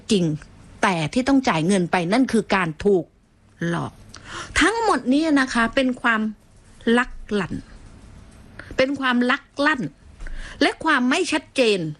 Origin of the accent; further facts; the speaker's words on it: Phuket, Thailand; ดิฉันนี่เกิดมาเป็นคนภูเก็ตโดยกำเนิดน